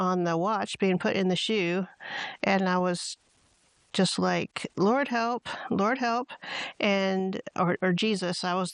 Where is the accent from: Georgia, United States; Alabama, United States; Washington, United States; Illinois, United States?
Georgia, United States; born there; also born or lived in Wildwood, Georgia / Trenton, Georgia / Waco, Georgia; And we moved from Wildwood to Trenton, Georgia, and we lived there for a couple of years.